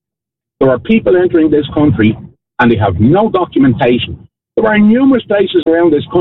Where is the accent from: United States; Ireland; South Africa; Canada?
Ireland; I'm an Irish citizen.